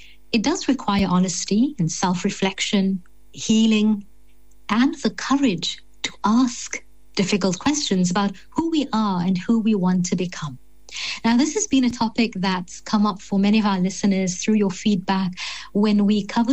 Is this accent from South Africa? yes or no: yes; Cape Town, Western Cape, South Africa; growing up in Cape Town during the latter part of the apartheid years